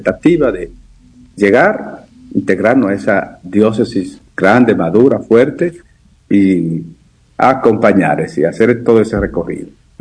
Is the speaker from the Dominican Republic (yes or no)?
yes; San Francisco de Macorís, Duarte, Dominican Republic; yo soy de San Francisco